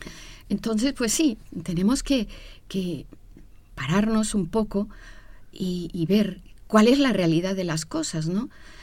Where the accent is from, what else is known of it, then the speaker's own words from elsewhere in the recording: Mexico; also born or lived in Mexico City; yo soy mexicana. Y he vivido en México, la capital, dos terremotos bastante importantes.